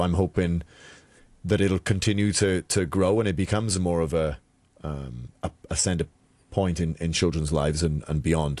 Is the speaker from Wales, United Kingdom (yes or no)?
yes; Wales, United Kingdom; now in Hong Kong; I'm from Wales, we're a 3 million strong nation